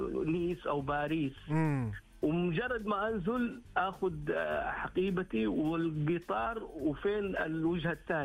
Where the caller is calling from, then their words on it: Taif, Makkah Province, Saudi Arabia; أنا الحقيقة أنا من الطائف، وكان في الثمانينيات يعني أنزل من الطائف إلى جدة